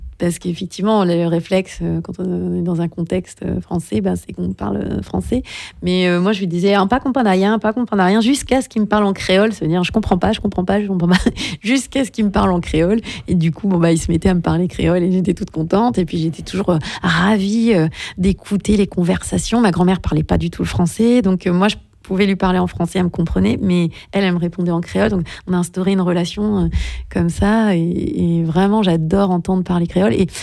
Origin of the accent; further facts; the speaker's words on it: Lisieux, Normandy, France; born there; first language French; moi je suis née à Lisieux, hein. C'est pas très oui. exotique, mais mon papa est de Guadeloupe.